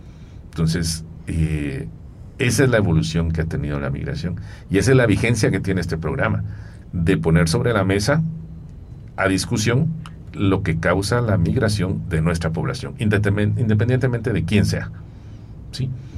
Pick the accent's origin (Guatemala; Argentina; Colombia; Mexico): Guatemala; nosotros como guatemaltecos